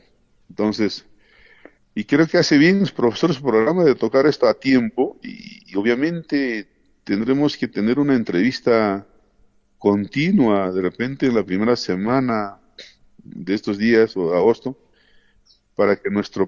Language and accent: Spanish; Cotabambas province, Apurímac, Peru; a todos nuestros paisanos de nuestra provincia de Cotabambas, en especial a nuestra capital, Tambobamba.